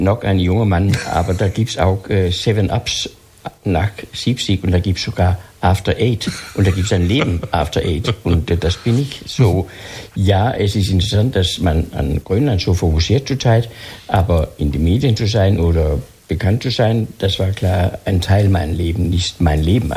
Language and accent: German; Denmark; now in Karlsruhe, Germany; Ich bin in 41 geboren, in einem Krieg, wo Dänemark mein Heimatland von Deutschland besetzt war. Und jetzt bin ich sehr glücklich mit einer deutschen Frau verheiratet aus Nürnberg. Ich bin sehr glücklich und zufrieden in Karlsruhe.